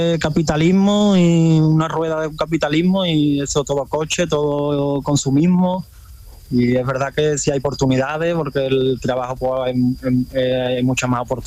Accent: Seville, Andalusia, Spain; now in Texas, United States; Yo soy de Sevilla.

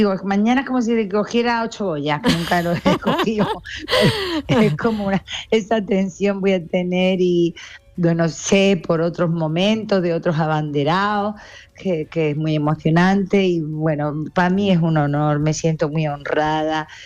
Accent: Málaga, Andalusia, Spain; Mira, yo digo que para mí mi tierra es muy importante.

